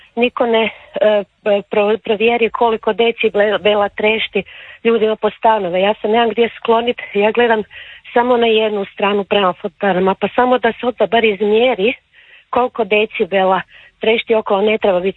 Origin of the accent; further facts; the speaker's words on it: Zagreb, City of Zagreb, Croatia; ja sam odrasla, sam tu stara sedjac, znači odrasla sam u Trnju.